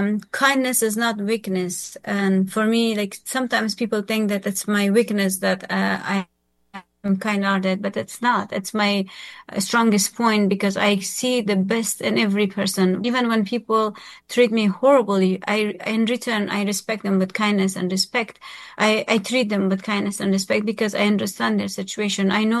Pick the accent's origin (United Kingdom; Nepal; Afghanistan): Afghanistan; now in Virginia, United States; I'm originally from Afghanistan, and I am a U.S. citizen right now.